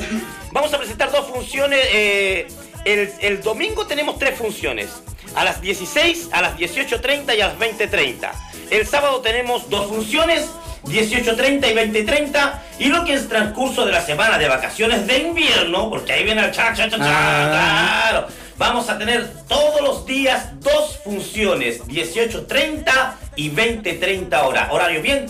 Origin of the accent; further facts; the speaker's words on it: Chile; Nosotros también, pues estamos acá, somos de acá de la Puerta Región, pero hacemos gira sur y norte también, ¿no?